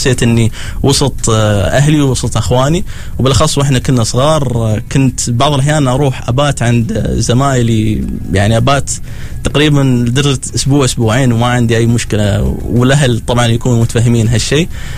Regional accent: Oman; born there; accent: Omani; also born or lived in Egypt; فانا مصري, ولكن بحكم أني أنا تقريبا حول 24 سنة موجود هنا في عمان فشوي خلاص يعني اختلطت الأمور علي وصرت عماني يعني واحد منكم.

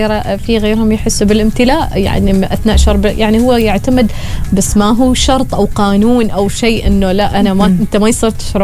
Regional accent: Oman; حتى عندنا في عمان

